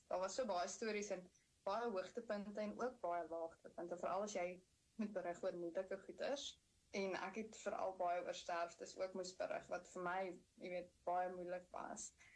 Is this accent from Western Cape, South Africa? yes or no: no; Johannesburg, Gauteng, South Africa; moved away as an adult; now in New Zealand; Ek kom van die Wesrand in Johannesburg en ek het wonderlike grootwordjare gehad.